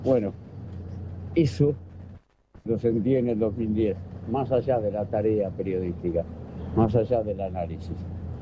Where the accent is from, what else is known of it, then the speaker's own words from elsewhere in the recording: Uruguay; como uruguayo sentía eso